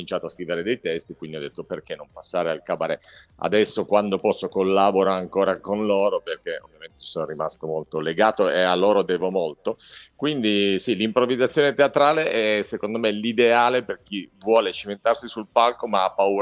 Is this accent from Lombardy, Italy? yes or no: yes; Milan, Lombardy, Italy; collaboro con l'Avis di Milano per comodità, perché ovviamente sono di Milano